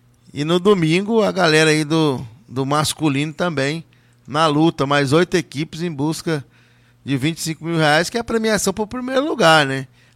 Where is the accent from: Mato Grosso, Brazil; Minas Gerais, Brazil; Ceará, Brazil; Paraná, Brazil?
Mato Grosso, Brazil; Barra do Garças; Então passou aí de Nova Chavantina pra nós, que somos aqui de Barra do Garças, já fala que é lá pra baixo.